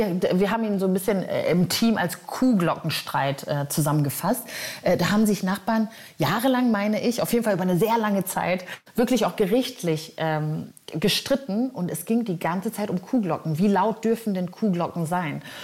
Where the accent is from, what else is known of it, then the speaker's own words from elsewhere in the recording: Neukirchen-Vluyn, North Rhine-Westphalia, Germany; Also Neukirchen-Flüen, da wo ich aufgewachsen bin, ist wirklich sehr klein, sehr provinziell.